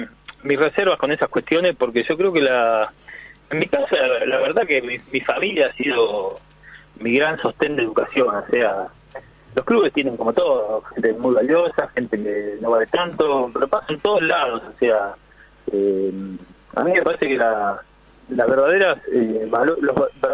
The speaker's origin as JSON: {"language": "Spanish", "town": "General Belgrano", "region": "Buenos Aires Province", "country": "Argentina", "tie": "born or raised there", "said": "fue la primera vez que mi pueblo entraba a una liga en La Plata."}